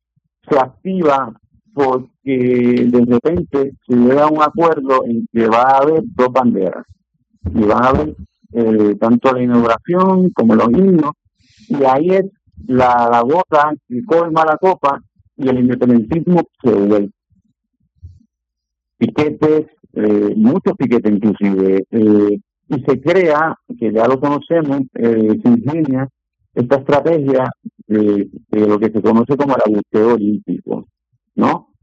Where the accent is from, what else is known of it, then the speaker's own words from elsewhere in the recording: Puerto Rico; que no lo aceptamos, que somos puertorriqueños, una sola bandera